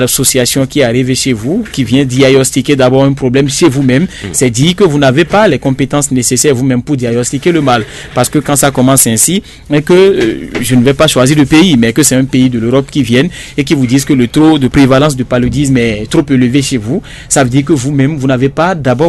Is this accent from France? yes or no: no; Benin